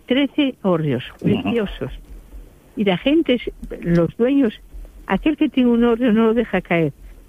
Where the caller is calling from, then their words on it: Asturias, Spain; lo que tenemos como emblema asturiano